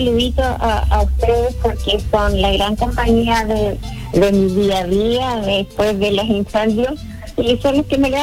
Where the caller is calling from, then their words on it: Penco, Biobío, Chile